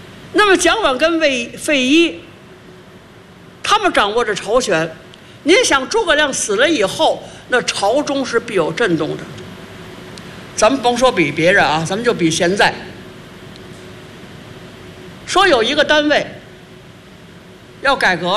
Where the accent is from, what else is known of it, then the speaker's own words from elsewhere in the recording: Beijing, China; 其实我不是为北京人说话，北京人确实特别好啊。咱们不说北京了，反正我是北京人，我跨北京人